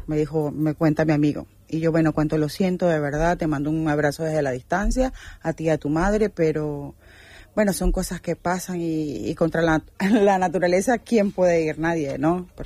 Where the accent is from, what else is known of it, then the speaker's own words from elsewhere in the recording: Maturín, Monagas, Venezuela; moved away as an adult; now in Spain; en mi tierra, en Maturín, en Monagas